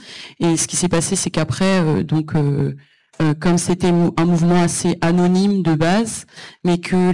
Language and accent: French; Madagascar; now in France; j'ai grandi à Madagascar et après j'ai migré ici en France.